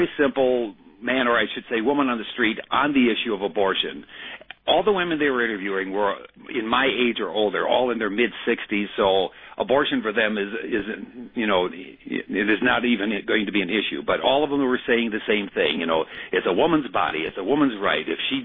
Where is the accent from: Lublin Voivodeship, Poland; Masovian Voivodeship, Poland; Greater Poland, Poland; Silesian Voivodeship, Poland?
Lublin Voivodeship, Poland; Lublin; I'm from Lublin.